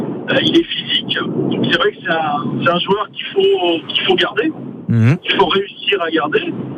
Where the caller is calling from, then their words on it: Normandy, France; chez moi, je vis en Normandie